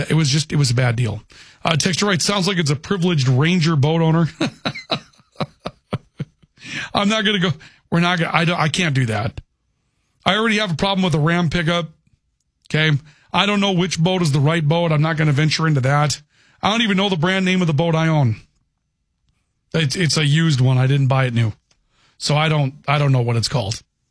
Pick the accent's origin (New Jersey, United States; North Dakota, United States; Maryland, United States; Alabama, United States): North Dakota, United States; Valley City; my hometown of Valley City